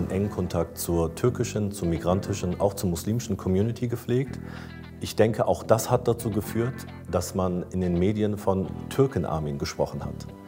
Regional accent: Germany; born there; für mich als Mensch mit türkischer Einwanderungsgeschichte, geboren in Deutschland

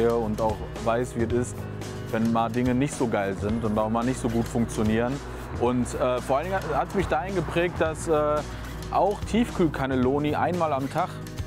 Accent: North Rhine-Westphalia, Germany; Ich bin hier aufgewachsen, ich habe die Sprache mitgekriegt, ich habe das Ruppige mitgekriegt und ich will den Leuten das einfach zeigen und nach außen tragen.

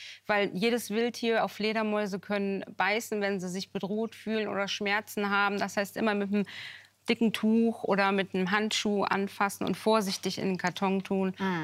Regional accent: Cologne, North Rhine-Westphalia, Germany; also born or lived in United States; Ich bin ja im Kölner Zoo groß geworden, also dahinter.

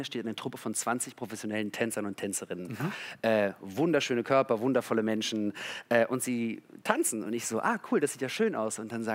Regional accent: Berlin, Germany; Meine Eltern kommen aus der Sowjetunion und ich bin in Berlin aufgewachsen

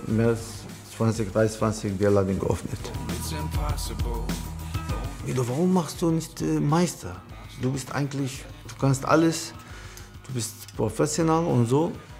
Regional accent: Iraq; German is a second language; moved away as an adult; now in Gronau-Epe, Germany; Ich komme eigentlich aus dem Irak. Ich bin seit 2015 nach Deutschland gekommen.

